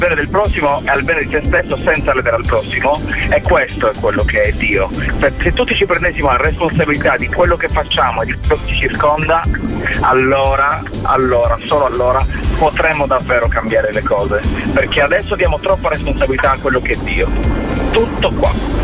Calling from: Oristano, Sardinia, Italy; sono di Oristano in Sardegna.

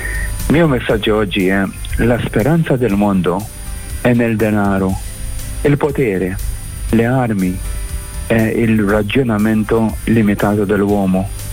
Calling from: Malta; da Malta. Grazie, un buon stazione, io sono maltese.

